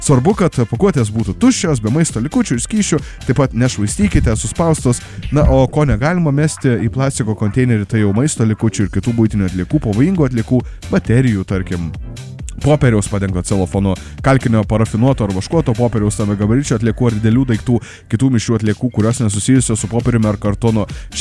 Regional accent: Kaunas, Kaunas County, Lithuania; nesam čia mes kauniečiai išskirtiniai

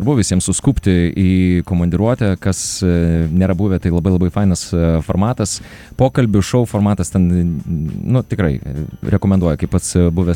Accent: Kaunas, Kaunas County, Lithuania; kaip kaunietis tikras

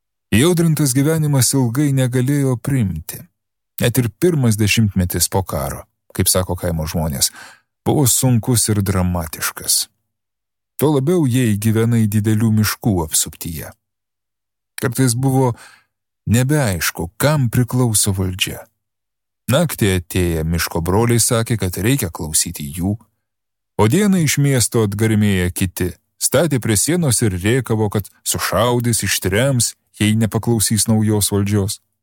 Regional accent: Samogitia, Lithuania; now in Vilnius, Lithuania; netoliese nuo mano tėviškės, Žemaitijoje.

